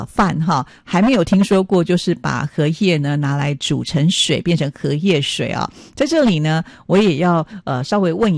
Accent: Taiwan; 我来自台湾嘛

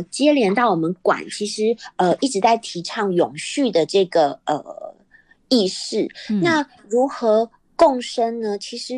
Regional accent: Taiwan; 我们台湾人

